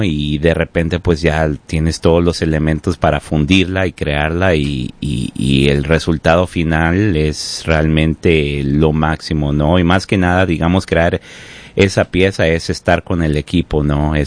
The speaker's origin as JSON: {"language": "Spanish", "country": "Mexico", "said": "Yo creo que uno como mexicano siempre está como muy, digamos, está muy relacionado con ese tipo de obras"}